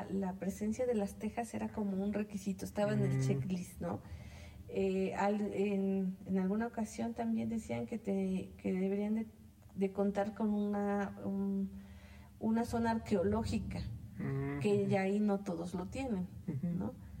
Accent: Huauchinango, Puebla, Mexico; en Huauchinango, que es de donde soy

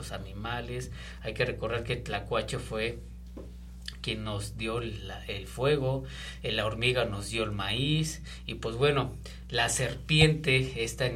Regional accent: Mexico

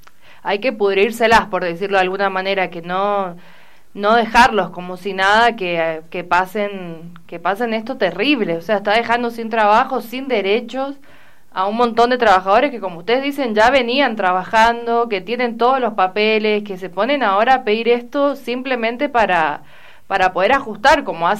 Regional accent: Argentina; los que somos argentinos

